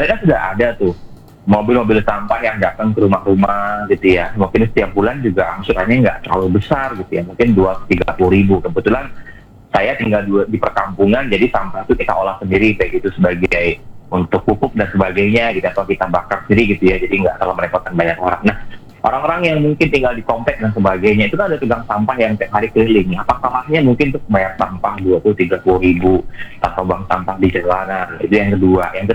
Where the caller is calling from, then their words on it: South Sumatra, Indonesia; meskipun saya warga Banyuasin, tapi aktivitasnya banyak di Palembang nih Pak.